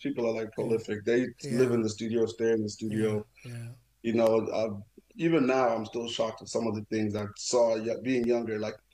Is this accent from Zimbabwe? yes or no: yes; Zimbabwe; But definitely growing up in Zim like I did, it just influenced the music, and we were very musical people.